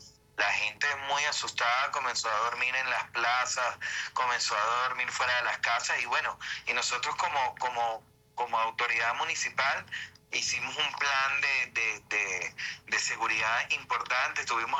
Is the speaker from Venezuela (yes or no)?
yes; Venezuela; nosotros como buenos venezolanos y como buenos atillanos